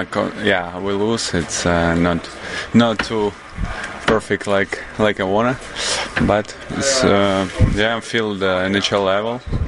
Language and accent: English; Zhlobin, Gomel Region, Belarus; English is a second language; I born here in Zloben. When I was a kid, thinking my dream is playing for Metallurg Zloben